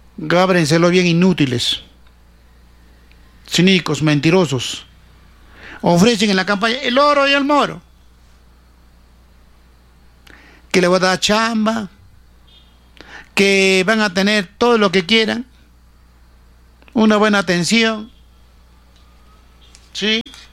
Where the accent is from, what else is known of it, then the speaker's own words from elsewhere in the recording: Cerro Colorado, Arequipa, Peru; born there; Yo nací en Cerro Colorado, en el sector de Zamácola.